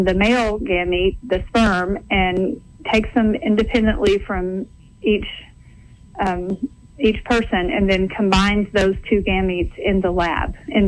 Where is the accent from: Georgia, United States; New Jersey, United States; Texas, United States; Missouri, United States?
Texas, United States; No, I grew up in Texas. You can probably hear that a little bit in my voice. I grew up in Texas Baptist